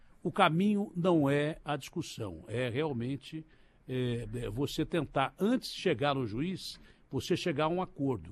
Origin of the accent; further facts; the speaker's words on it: São Paulo, Brazil; E eu sou caipira, do interior.